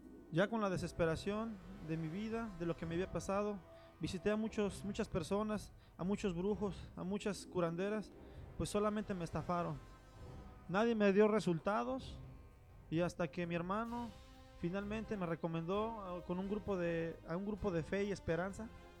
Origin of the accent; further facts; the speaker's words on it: Cancún, Quintana Roo, Mexico; Yo vengo de la ciudad de Cancún.